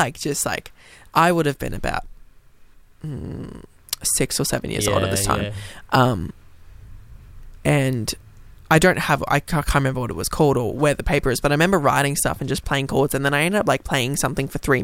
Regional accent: Australia; born there; I was born in Australia, but my dad was born in New Zealand, so I've got, like, Māori from him.

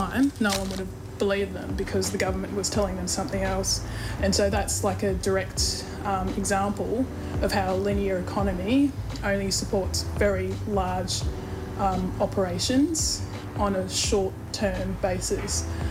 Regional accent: Portland, Victoria, Australia; moved away; I grew up in Portland in Victoria, and that's a small town which used to have an aluminium smelter operating. So it's a coastal town, has a big port.

